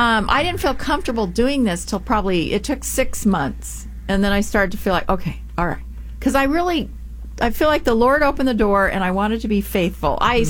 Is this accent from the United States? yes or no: yes; Upland, United States; I'm still a housewife from Upland, you know, my hometown.